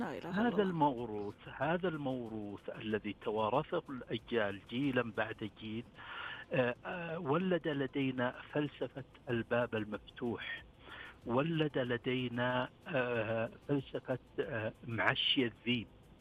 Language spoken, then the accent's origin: Arabic; Ha'il, Ha'il Province, Saudi Arabia; نحن في حائل